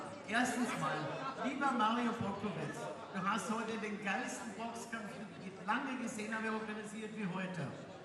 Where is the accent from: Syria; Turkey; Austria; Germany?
Austria; Ich komme aus Österreich, von einem kleinen Dorf.